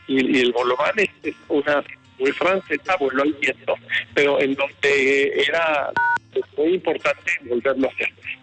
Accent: Puebla, Mexico; nuestra gastronomía poblana

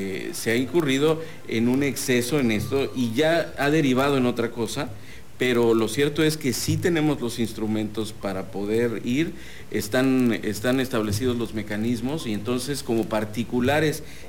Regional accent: Tabasco, Mexico; now in Mexico City, Mexico; Yo soy tabasqueño, pero claro, Vivo allá en la Ciudad de México

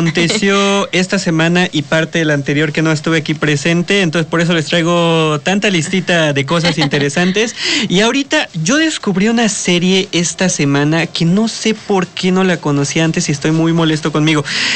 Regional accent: Mexico; lo que somos como mexicanos

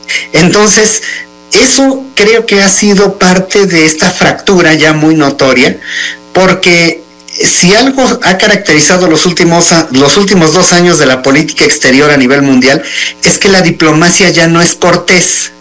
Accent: Mexico

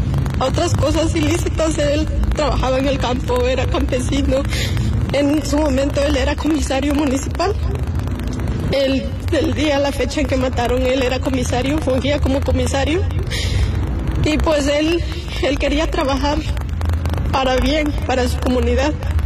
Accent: Mexico; Somos de la comunidad de Xicotlán, somos de una comunidad indígena nahua.

